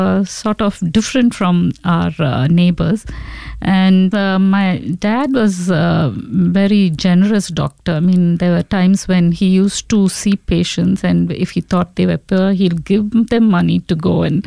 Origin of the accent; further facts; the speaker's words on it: Tamil Nadu, India; Yeah, I grew up in South India in a state called Tamil Nadu. It was a very small town at that time when I grew up.